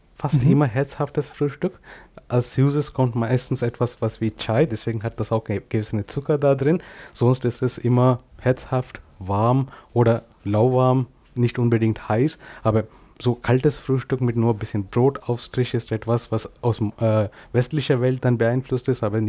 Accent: India; first language Kannada; German is a second language; Meine Muttersprache heißt Kanada, genau wie das Land Kanada. Aha. Eigentlich, lustigerweise. Aber das ist einer der mehr offiziellen Sprachen in Indien.

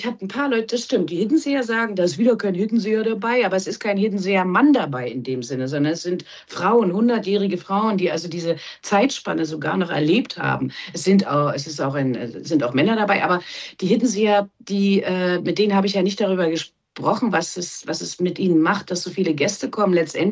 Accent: Berlin, Germany; die ich wirklich als Berlinerin, die ich auch schroff bin, sehr, sehr verehre und liebe.

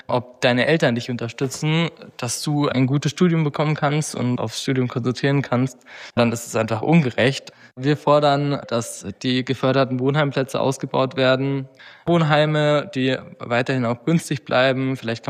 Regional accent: Munich, Bavaria, Germany; born there; ich bin in München geboren und habe auch, als ich angefangen habe zu studieren, noch zu Hause gewohnt.

